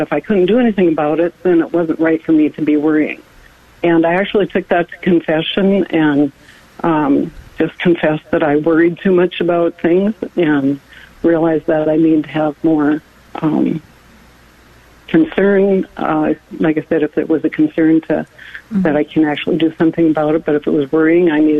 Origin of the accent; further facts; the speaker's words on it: North Dakota, United States; but I'm from North Dakota, and I wasn't able to, he lives in a different town.